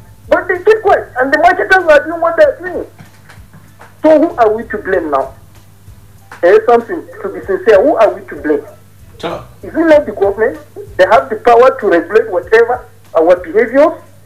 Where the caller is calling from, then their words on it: Bukuru, Plateau, Nigeria; I'm calling from Buku.